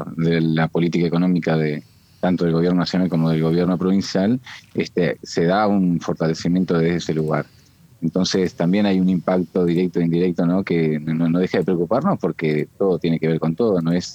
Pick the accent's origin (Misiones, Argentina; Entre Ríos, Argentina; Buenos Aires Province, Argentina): Entre Ríos, Argentina; yo soy de Isla del Ibicuí